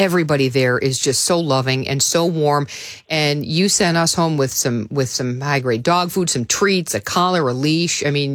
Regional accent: Orland Park, Illinois, United States; I grew up in Orland Park. I love that area.

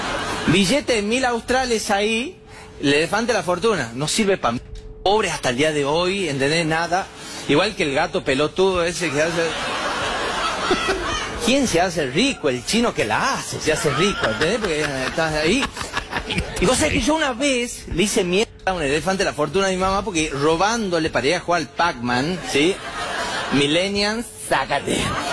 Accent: Famaillá, Tucumán, Argentina; moved away; en mi pueblo, allá en Famaillá, Tucumán, Argentina, yo soy del interior, del interior, del interior. Soy el inferior del país, me siento

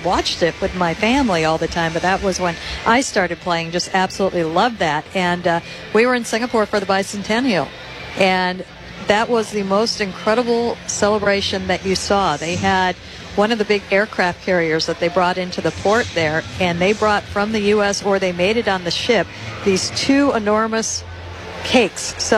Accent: Illinois, United States; being an Illinois girl, for sure.

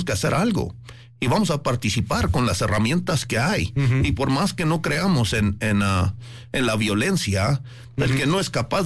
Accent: Chihuahua, Mexico; born there; Yo nací en Chihuahua y pues realmente me considero un mexicano. Yo pudiendo salir del país, no lo he hecho porque yo amo a México y tengo sangre indígena, de hecho.

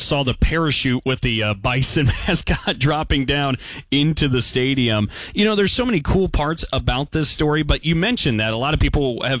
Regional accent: Indiana, United States; A lot of people that I talk to in my life know I'm from Indiana

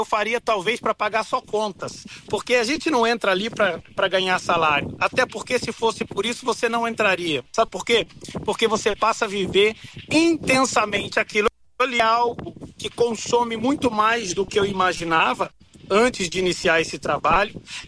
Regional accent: Brazil; born there; moved away as an adult; also born or lived in United States; Eu me mudei dos Estados Unidos para o Brasil, voltei para o meu país, né? O meu país natal, a minha nação, meu país que eu amo, mas eu estava nos Estados Unidos a trabalho. Estava há 8 anos já.

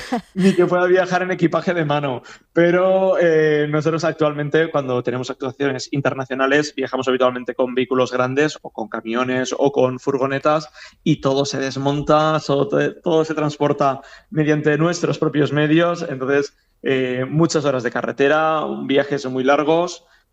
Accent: Vila-real, Valencian Community, Spain; Nosotros somos de Villarreal, hemos estado en Sagunt en varias ediciones con otros espectáculos, también en formato itinerante y de calle.

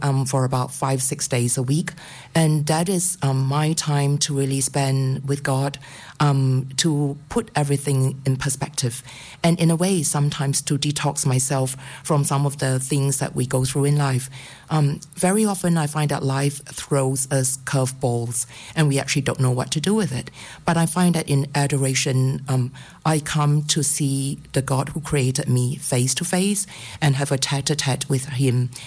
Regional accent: Singapore; moved away as an adult; now in Australia; I grew up in Singapore and I came to Australia in 1990.

